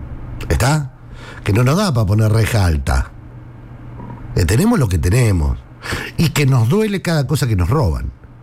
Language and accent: Spanish; Berisso, Buenos Aires Province, Argentina; Y como somos parte de la Argentina, Berisso está peor.